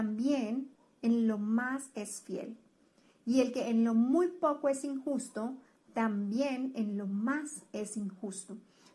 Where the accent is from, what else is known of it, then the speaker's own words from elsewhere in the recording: Colombia; now in Guadalajara, Mexico; colombiana viviendo en Guadalajara, México.